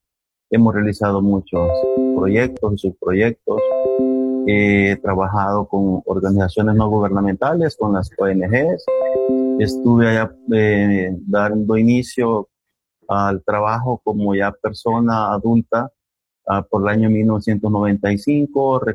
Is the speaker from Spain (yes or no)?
no; Usulután, El Salvador; nosotros vivimos aquí en Usulután, yo siempre he vivido en el centro de Usulután, andado aquí por Barrio El Molino, El Calvario, aquí por la zona del Injude. Bueno, mis padres son originarios del municipio o distrito ahora de Ereboiquín.